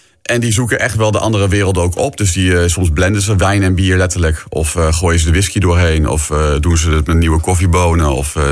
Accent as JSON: {"language": "Dutch", "town": "Assen", "region": "Drenthe", "country": "Netherlands", "tie": "born or raised there", "said": "Ik ben geboren getogen in Assen."}